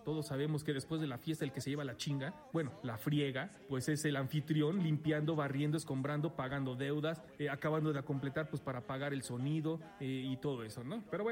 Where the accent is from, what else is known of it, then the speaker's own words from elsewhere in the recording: Mexico; Si luego nosotros como mexicanos no sabemos